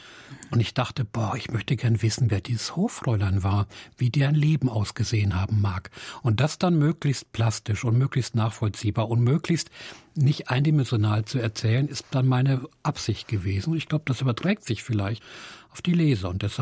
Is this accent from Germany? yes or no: yes; Hesse, Germany; also born or lived in Frankfurt; now in Berlin, Germany; ich komme ja aus der Nähe von Gießen, aus einem kleinen Dorf.